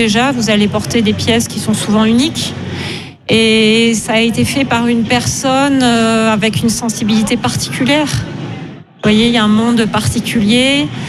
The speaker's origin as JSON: {"language": "French", "town": "Montpellier", "region": "Occitanie", "country": "France", "said": "je suis Montpelliéraine"}